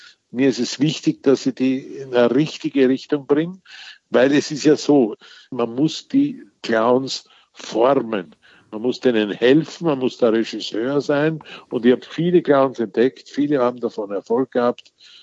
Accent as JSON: {"language": "German", "town": "Wilhelmsburg", "region": "Lower Austria", "country": "Austria", "tie": "born or raised there", "said": "kam ein Wanderzirkus nach Wilhelmsburg, wo ich aufgewachsen bin, weil dem eine Stadt ausgefallen ist. Wilhelmsburg war eigentlich zu klein für halbwegs normale Zirkusse."}